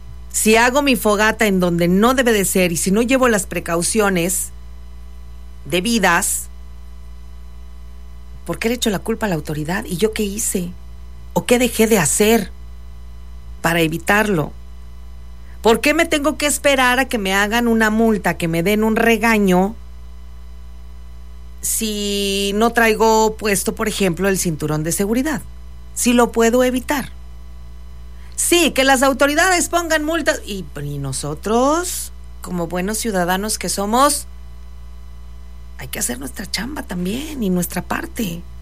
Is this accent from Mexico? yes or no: yes; Mexico